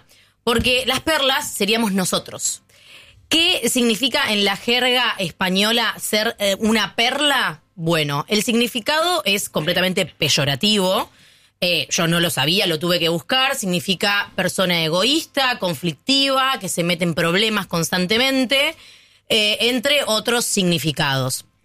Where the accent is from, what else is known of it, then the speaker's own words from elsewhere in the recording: Argentina; La herida es muy grande porque nosotros como argentinos somos reconocidos como uno de los mejores públicos del mundo